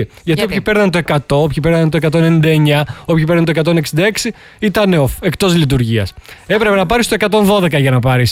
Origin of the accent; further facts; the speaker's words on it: Crete, Greece; Εγώ έχω μεγαλώσει στην Κρήτη. Δεν το καταλαβαίνουν από την προφορά μου.